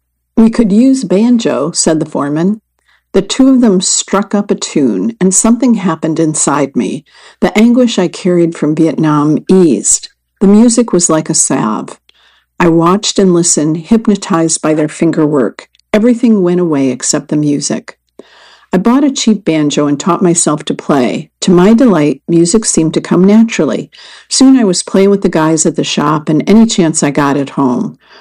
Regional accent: Washington, D.C. area, United States; I grew up outside Washington, D.C., not far from where I live in Virginia.

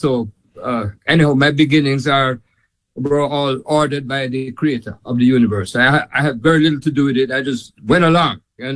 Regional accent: Kingston, Jamaica; moved away as an adult; I am from Kingston, Jamaica, born and raised in Kingston.

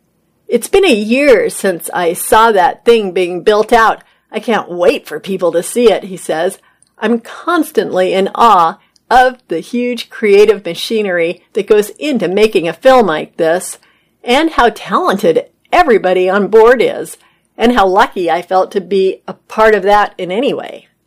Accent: Wales, United Kingdom; Growing up in Wales with teachers for par

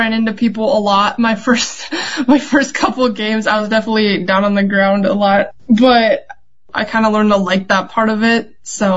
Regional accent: Minnesota, United States; born or raised there

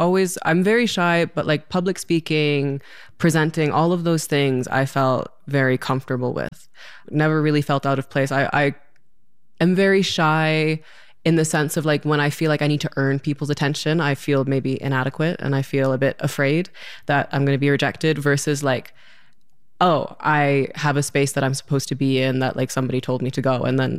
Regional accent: Newfoundland and Labrador, Canada; born there; I was born in Newfoundland.

